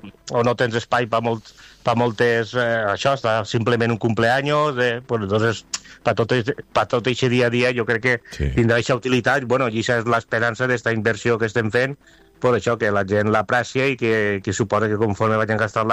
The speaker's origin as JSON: {"language": "Catalan", "region": "Valencian Community", "country": "Spain", "said": "com som els valencians, pues, és de menjar i beure"}